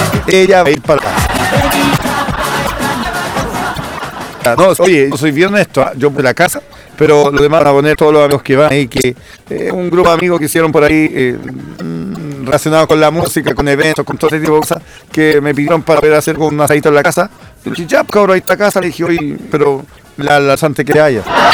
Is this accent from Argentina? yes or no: no; Chile; somos chilenos.